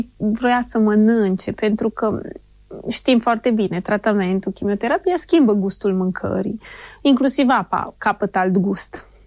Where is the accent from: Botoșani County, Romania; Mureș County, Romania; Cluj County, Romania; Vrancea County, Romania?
Cluj County, Romania; Cluj-Napoca; binecuvântarea a fost faptul că noi suntem din Cluj.